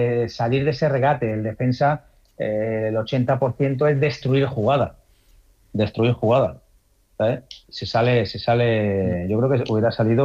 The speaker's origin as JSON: {"language": "Spanish", "town": "Zaragoza", "region": "Aragon", "country": "Spain", "said": "Yo soy maño, me considero maño, bautizado y pasado por el manto del Pilar, ¿vale?"}